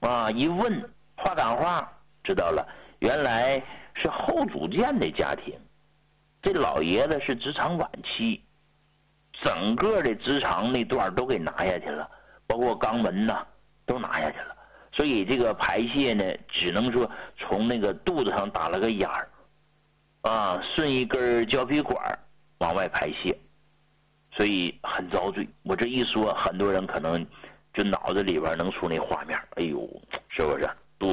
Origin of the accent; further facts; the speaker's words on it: Hegang, Heilongjiang, China; now in Beijing, China; 你像我老家鹤岗那房子